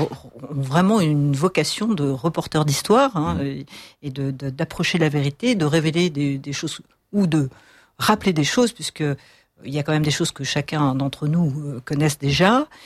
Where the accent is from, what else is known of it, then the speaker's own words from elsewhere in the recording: Lyon, Auvergne-Rhône-Alpes, France; Moi je suis lyonnaise. Je suis née à Lyon il y a quelques années déjà